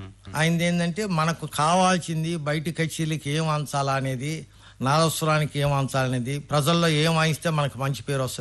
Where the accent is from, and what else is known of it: Nellurupalli Kothapalem, Andhra Pradesh, India; born or raised there